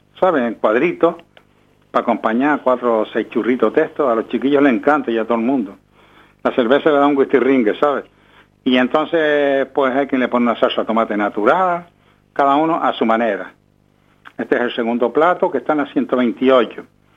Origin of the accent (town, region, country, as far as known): Canary Islands, Spain